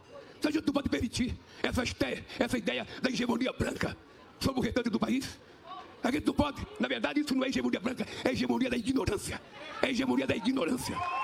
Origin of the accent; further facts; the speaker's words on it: Pernambuco, Brazil; Sou pernambucano, sou nordestino